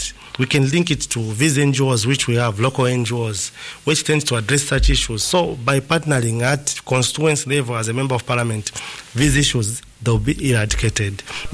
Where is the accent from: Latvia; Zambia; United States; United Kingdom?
Zambia; Lusaka, Lusaka Province; I'm born and bred in Mandevo, and I reside within Mandevo.